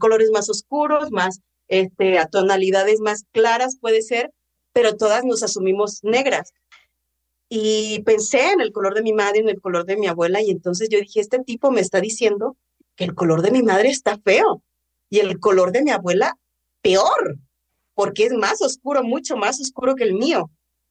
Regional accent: Cuajinicuilapa, Guerrero, Mexico; moved away; also born or lived in Copala; como toda negra presuntuosa, le dije, sí, soy de Cuaji

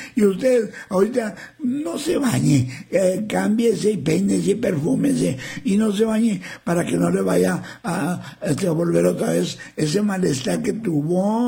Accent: San Fernando, Tamaulipas, Mexico; now in Bossier City, United States; venía, soy de San Fernando, Tamaulipas, pero vivo en Brossier City, Luisiana.

